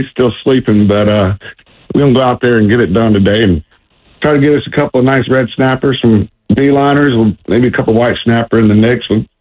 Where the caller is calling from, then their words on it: Panama City Beach, Florida, United States; I am calling from Panama City Beach this morning.